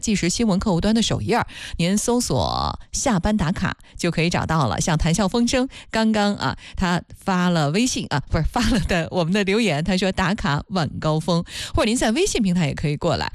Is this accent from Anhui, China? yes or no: no; Qinhuangdao, Hebei, China; moved away; 因为我们老家呢那块的有名的特色菜品当中哈，就有荤锅。好多人都不知道，说这个荤锅，什么是荤锅呢？其实它主要指的就是秦皇岛的山海关区